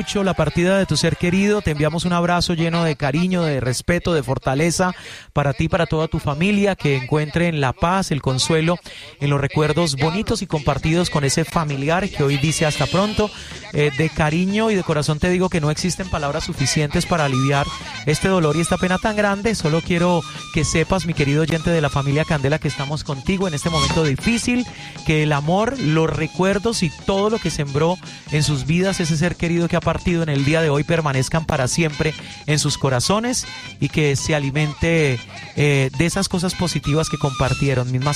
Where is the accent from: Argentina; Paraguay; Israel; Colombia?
Colombia; now in Madrid, Spain; Claro, y en Madrid, España, uno siendo colombiano, estando en las Europas, votando, pues uno se siente un poquito más cerca de la tierra, ¿sí o no?